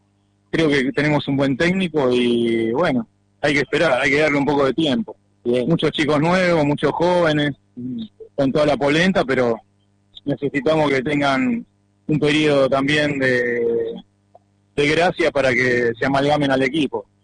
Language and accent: Spanish; Merlo, San Luis, Argentina; Venimos de Merlo, de San Luis.